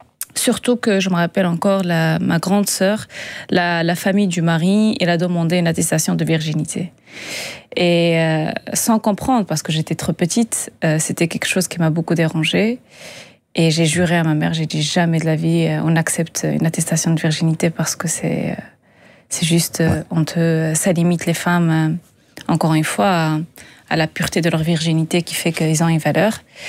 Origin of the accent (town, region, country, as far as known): Agadir, Souss-Massa, Morocco; born there